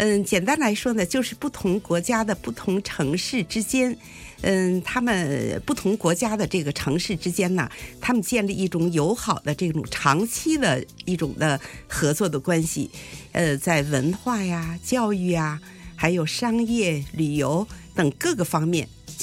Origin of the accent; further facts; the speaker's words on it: Tianjin, China; now in Melbourne, Australia; 对呀对呀，我就是天津人，